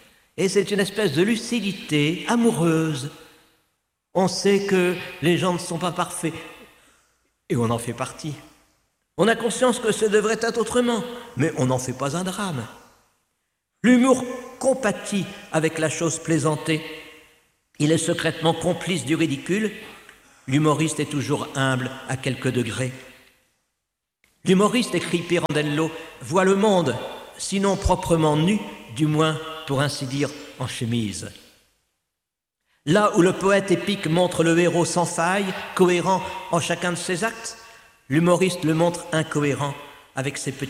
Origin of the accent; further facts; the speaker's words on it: Cambrai, Hauts-de-France, France; Je viens de Cambrai où il n'y a pas que des bêtises, hein ?